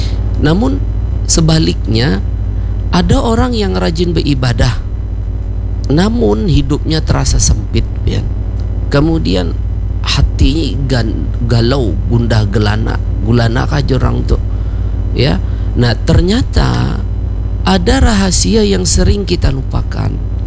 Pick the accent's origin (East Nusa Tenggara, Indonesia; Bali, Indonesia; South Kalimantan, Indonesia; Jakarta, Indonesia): South Kalimantan, Indonesia; Banjar; Maka ada ulama di tempat kita, ya, orang Banjar biasanya mengiau Abah Haji atau Guru Judi.